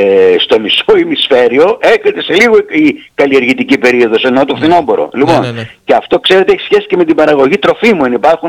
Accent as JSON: {"language": "Greek", "country": "Greece", "said": "Διότι εμείς είμαστε κοντά απέναντι από την Αίγυπτο, ειδικά η Κρήτη"}